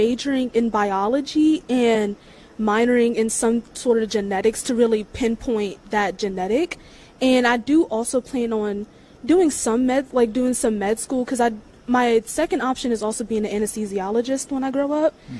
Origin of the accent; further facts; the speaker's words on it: Charles Town, West Virginia, United States; I'm from Charlestown, West Virginia.